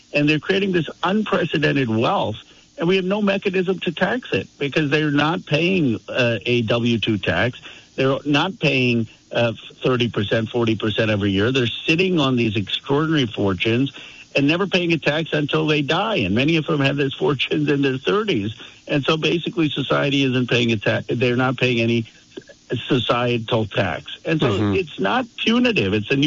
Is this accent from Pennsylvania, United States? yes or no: yes; Pennsylvania, United States; now in Silicon Valley, United States; the people I grew up with in Pennsylvania